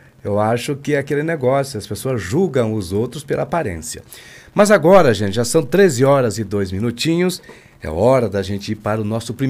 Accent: Siqueira Campos, Paraná, Brazil; lá na minha cidade, em Siqueira Campos

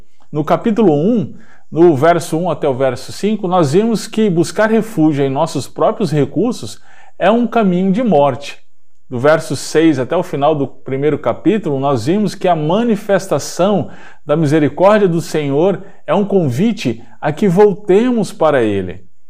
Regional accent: Natal, Rio Grande do Norte, Brazil; Eu sou de Natal, Rio Grande do Norte. E eu cresci vendo a minha mãe fazer aí obras de tapeçaria, né, tricô e etc.

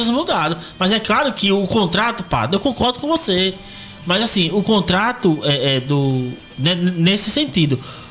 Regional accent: Brazil; E nós, como brasileiros, torcedores

